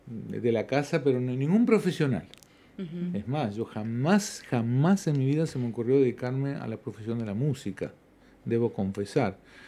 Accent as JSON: {"language": "Spanish", "town": "Tartagal", "region": "Salta", "country": "Argentina", "tie": "born there", "also_born_or_lived": "Rosario / Jujuy / Chubut", "lives_now": "Mendoza, Argentina", "said": "Te puedo decir, mira, nací en Tartagal, me bautizaron en Rosario de Santa Fe. Mi cédula de identidad es de Jujuy, mi primer DNI es de Comodoro Rivadavia, provincia de Chubut."}